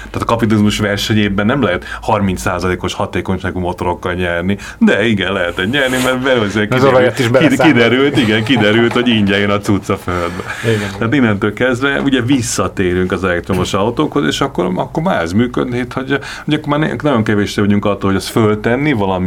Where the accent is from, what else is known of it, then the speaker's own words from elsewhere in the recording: Budapest, Hungary; a budai környéken, ahol én felnőttem